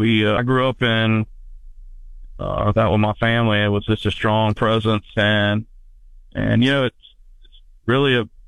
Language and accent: English; Virginia, United States; especially growing up in the Tidewater, Virginia area, with all our, we have Norfolk Naval Base and so many bases around and Army bases but a lot of military presence where I'm from.